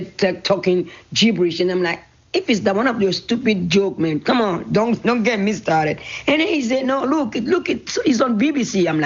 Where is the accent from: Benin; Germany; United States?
Benin; born or raised there